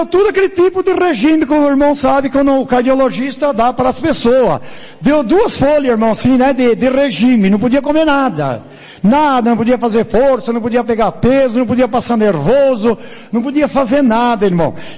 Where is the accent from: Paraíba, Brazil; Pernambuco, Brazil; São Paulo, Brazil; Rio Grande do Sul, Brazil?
São Paulo, Brazil; Jundiaí; Eu sou lá da cidade de Jundiaí.